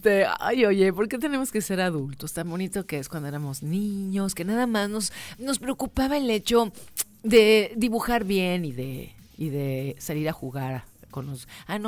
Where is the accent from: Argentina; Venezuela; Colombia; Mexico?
Mexico